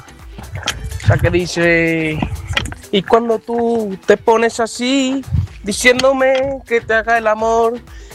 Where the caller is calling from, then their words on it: Seville, Andalusia, Spain; Un saludo a mis colegas, los Matarreondos, desde Sevilla.